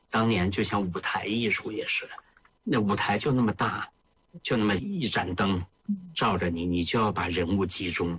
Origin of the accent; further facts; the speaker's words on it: Heilongjiang, China; 因为我本身是黑龙江人嘛，小时候闻目睹，我对那块土地特别熟悉嘛。